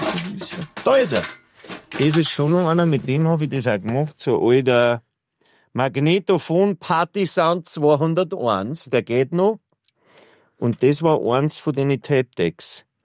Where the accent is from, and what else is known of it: Bavaria, Germany; accent: Bavarian dialect